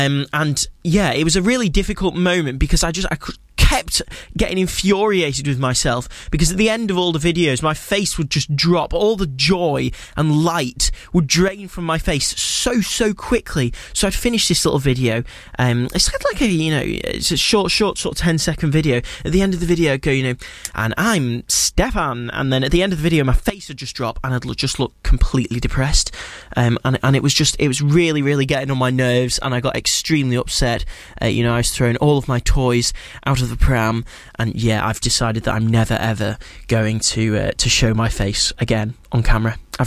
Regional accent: the north of England, United Kingdom; accent: northern; Or as I would probably say my stronger northern accent

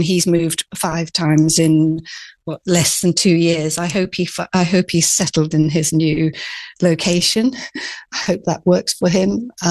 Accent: Hong Kong; And I grew up in Hong Kong, which was a colony, and I think was probably more British.

